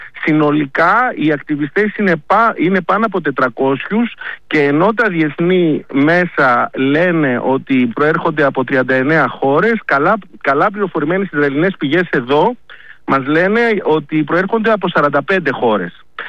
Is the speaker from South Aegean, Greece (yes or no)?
yes; Rhodes, South Aegean, Greece; born there; συμβαίνει να είμαι από τη Ρόδο, οπότε και το Μαρμαρίς είναι κοντά στη γενέτειρά μου